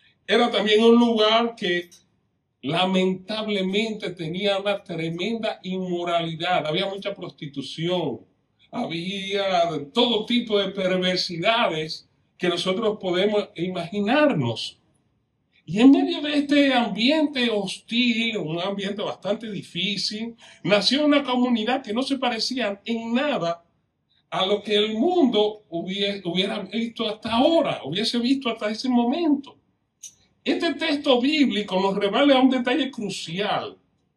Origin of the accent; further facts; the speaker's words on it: Dominican Republic